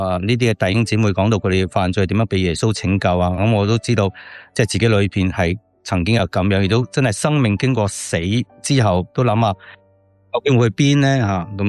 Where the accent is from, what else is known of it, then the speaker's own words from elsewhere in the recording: Indonesia; Cantonese is a second language; now in Hong Kong; 咁其实无奈去到香港呢即係有啲我哋啲人就话大陆仔因为我哋系印尼华侨我哋系福建人啦。去到香港我开头唔系读4年班降到2年班咁样呀咁去适应嗰个新环境又唔识广东嘅话